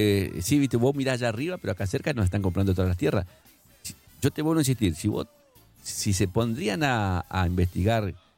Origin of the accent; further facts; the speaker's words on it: Argentina; Uno como argentino ama al país